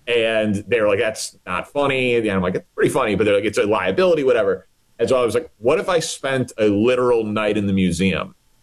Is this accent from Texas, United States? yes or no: no; Chicago, Illinois, United States; moved away; I'm a Chicagoan. I'm from Chicago.